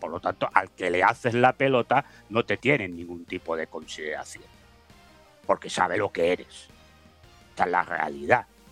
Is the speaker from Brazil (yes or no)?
no; Spain